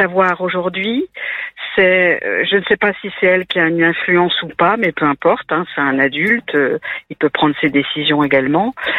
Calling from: Normandy, France; Moi j'habite en Normandie

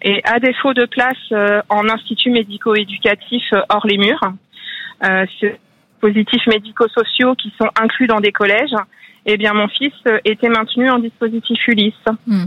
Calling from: Couëron, Pays de la Loire, France; Alors, je vous appelle de Couëron, à côté de Nantes, département de Loire-Atlantique.

